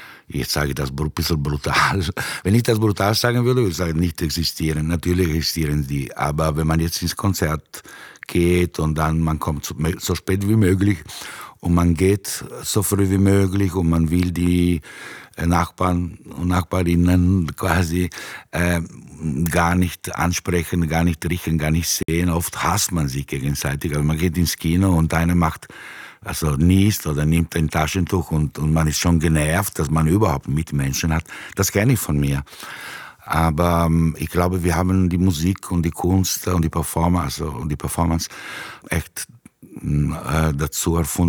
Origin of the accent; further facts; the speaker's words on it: Milan, Lombardy, Italy; Da, hier in dem Lied geht es um eine leere Stadt, so wie Milano, eine leere Stadt, wo ich herkomme. Ganz leere Stadt und ganz heiße Stadt am heutigen Tag.